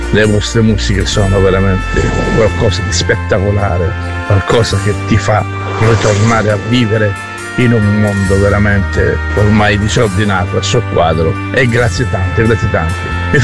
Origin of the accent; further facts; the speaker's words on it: Palmi, Calabria, Italy; now in Gravina di Catania, Italy; di Catania. In questo momento mi ritrovo a casa sulla mia terra natia, a Palmi, in riva al mare, alla Tonnara